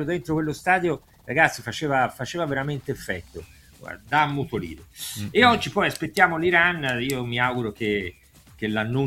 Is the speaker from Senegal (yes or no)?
no; Brazil